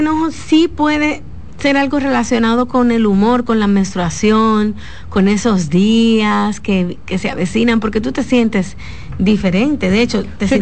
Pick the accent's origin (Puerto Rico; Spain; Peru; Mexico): Mexico; Doctora, yo soy mexicana, mi esposo es dominicano, tenemos 3 hijas